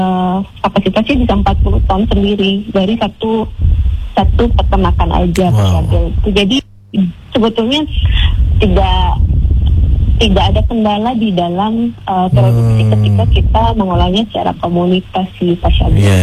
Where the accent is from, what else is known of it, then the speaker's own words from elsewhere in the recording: Makassar, South Sulawesi, Indonesia; halo Pak Wibi, saya juga dari Makassar.